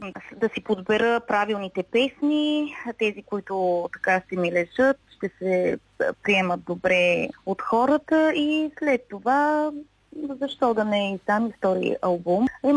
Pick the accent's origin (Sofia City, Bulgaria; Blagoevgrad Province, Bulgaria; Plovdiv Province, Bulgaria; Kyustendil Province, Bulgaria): Blagoevgrad Province, Bulgaria; Harsovo; на място, на което аз израснах, в село Хърсово. Той е близо до град Сандански.